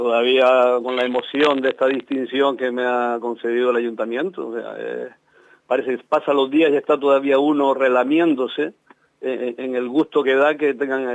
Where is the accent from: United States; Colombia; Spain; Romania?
Spain; Teror, Canary Islands; pues ahí corriendo en la Fuente de la Higuera, ahí en Traspalacio, jugando con mis hermanas, con mis primos, o sea, toda mi vida está unida a Teror